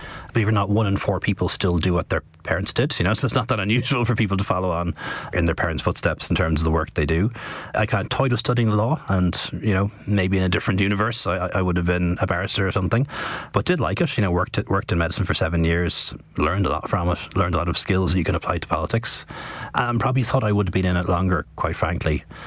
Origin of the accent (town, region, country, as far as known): Dublin, Leinster, Ireland; born or raised there